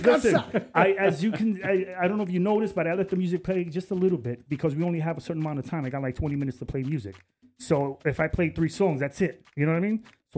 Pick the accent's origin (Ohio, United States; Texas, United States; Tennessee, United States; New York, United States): New York, United States; New York City; I'm from Coney Island myself.